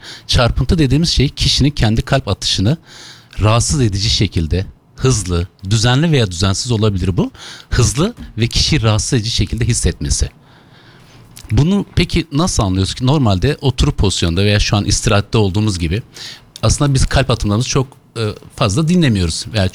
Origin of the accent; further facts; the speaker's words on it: Diyarbakır, Diyarbakır Province, Turkey; born there; also born or lived in Ankara; 1979 Diyarbakır doğumluyum.